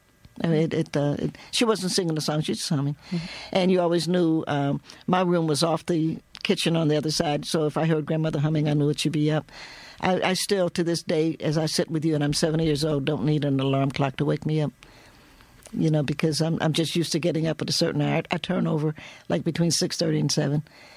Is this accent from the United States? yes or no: yes; the South, United States; Being a Southerner